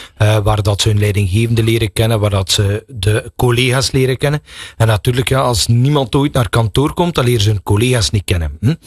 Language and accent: Dutch; Belgium; wij als Belgen